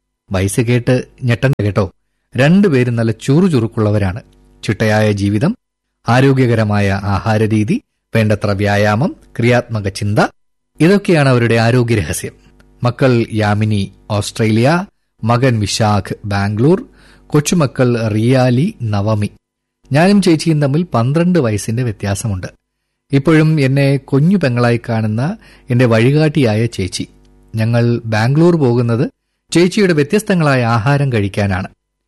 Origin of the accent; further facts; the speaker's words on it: Thiruvananthapuram, Kerala, India; ഞാൻ തിരുവനന്തപുരത്തുനിന്നാ.